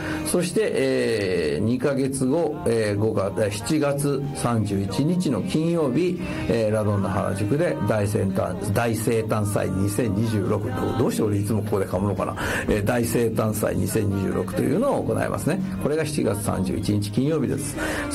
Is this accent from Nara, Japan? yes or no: yes; Nara, Japan; 僕奈良の出身なんですけど